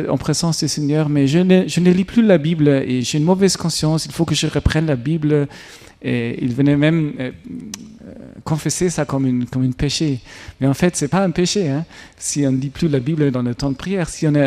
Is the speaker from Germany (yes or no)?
yes; Germany; accent: German; French is a second language; D'ailleurs, pardon pour mon accent allemand, hein, j'espère que vous avez tout compris quand même. Voilà, ça fait longtemps que je n'ai pas parlé en français en fait.